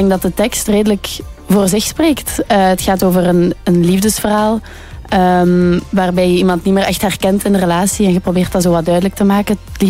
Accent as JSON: {"language": "Dutch", "town": "Ghent", "region": "Flemish Region", "country": "Belgium", "said": "Ik ben van Gent-Gent, 9000."}